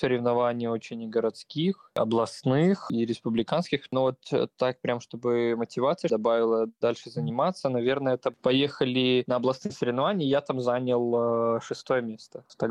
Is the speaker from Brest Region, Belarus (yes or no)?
no; Novopolotsk, Vitebsk Region, Belarus; я родом из Новополоцка, оттуда сейчас сейчас мой действующий тренер личный